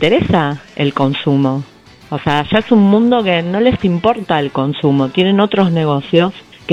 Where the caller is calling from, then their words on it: Berazategui, Buenos Aires Province, Argentina; soy de Berazategui.